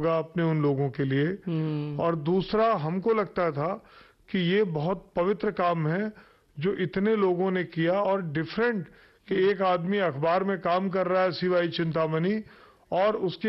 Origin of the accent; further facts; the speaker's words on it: Allahabad, Uttar Pradesh, India; तो मैं इलाहाबाद शहर से आता हूँ तो रेडियो में पहले दिन दाखिल हुआ तो कुछ युवाणी में कविताएं पढ़ने के लिए, तो वहां से एक रिश्ता बना।